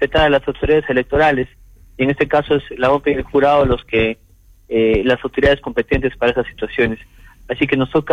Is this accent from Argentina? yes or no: no; Peru; somos un pueblo peruano que trabaja, que sale adelante